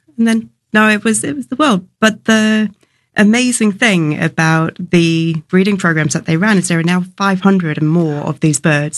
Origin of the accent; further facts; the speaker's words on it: New Zealand; Growing up in New Zealand, we had a large number of flightless birds, which happen to be significantly endangered within New Zealand.